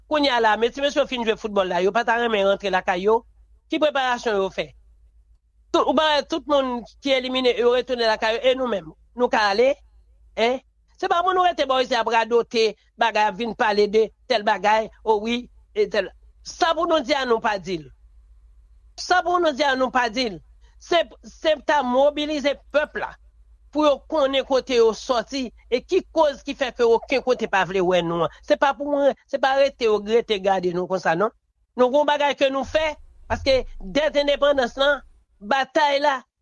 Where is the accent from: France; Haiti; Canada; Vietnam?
Haiti